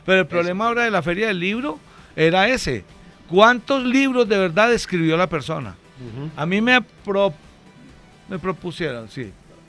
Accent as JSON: {"language": "Spanish", "town": "Concordia", "region": "Antioquia", "country": "Colombia", "said": "Concordia, a mi pueblo, en el suroeste antioqueño."}